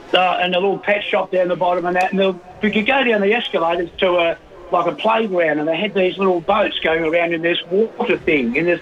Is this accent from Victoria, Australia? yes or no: yes; Melbourne, Victoria, Australia; now in Playford, Australia; I'm from Melbourne originally